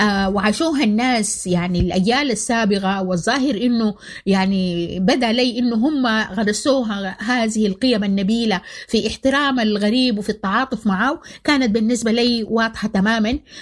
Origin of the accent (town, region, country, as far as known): Sudan